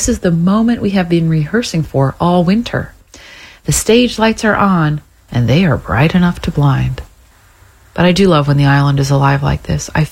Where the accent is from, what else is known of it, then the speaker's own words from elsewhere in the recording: Provincetown, Massachusetts, United States; now in Nantucket, United States; Growing up in Provincetown